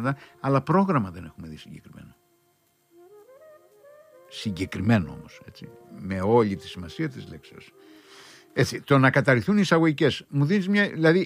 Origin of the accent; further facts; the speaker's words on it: Crete, Greece; αν το άκουγε κάποιος από την πατρίδα μου, θα έλεγε από την Έμπαρο Κρασί και από τη Βιάνο Λαάδη.